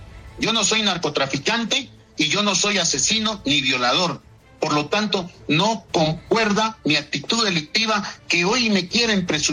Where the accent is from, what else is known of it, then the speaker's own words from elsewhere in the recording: Santa Cruz de la Sierra, Santa Cruz, Bolivia; Yo soy cruceño, tengo mis hijos de 2, 4 y 13 años, todos menores de 18 años, que dependen de mí, que viven en Santa Cruz.